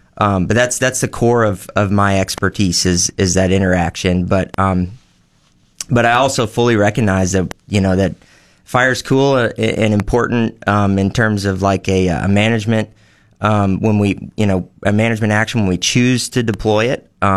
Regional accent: Anderson, South Carolina, United States; now in Nebraska, United States; so my background is I'm originally from the Southeast. I grew up, my hometown is Anderson, South Carolina, just down the road from Clemson University. I get asked a lot, how did you end up in Nebraska?

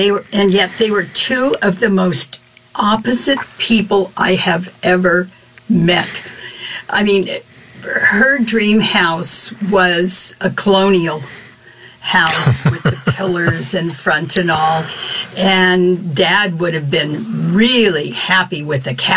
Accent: Dallas, Texas, United States; born there; I was born here in Dallas

